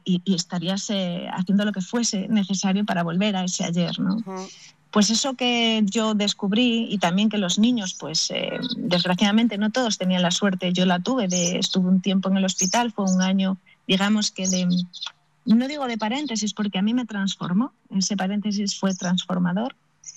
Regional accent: Galicia, Spain; now in Madrid, Spain; mis raíces gallegas, de quien vive con constante morriña, porque vivo en Madrid.

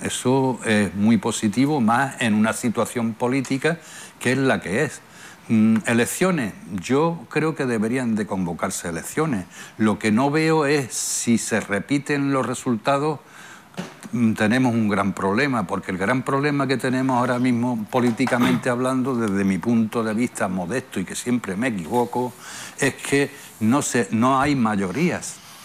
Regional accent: Spain; representan a cómo somos los españoles

